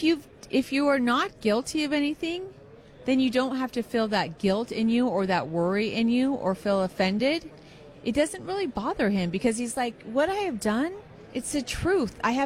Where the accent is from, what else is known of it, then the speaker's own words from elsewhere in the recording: San Diego, California, United States; And I grew up in San Diego, California. I knew what an open border was.